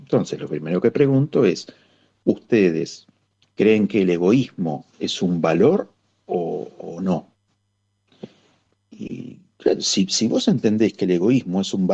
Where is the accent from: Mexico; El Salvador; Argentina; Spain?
Argentina; Buenos Aires; como ciudadano porteño o medio